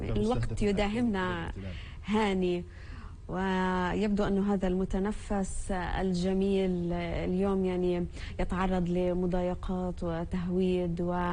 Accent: Palestine; وترددنا عليه دائما بيحمي حقنا كفلسطينيين في هذه المعالم السياحية والأثرية الفلسطينية

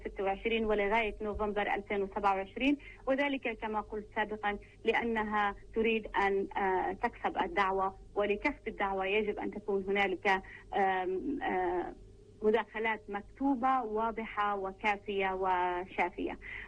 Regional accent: Palestine; now in South Africa

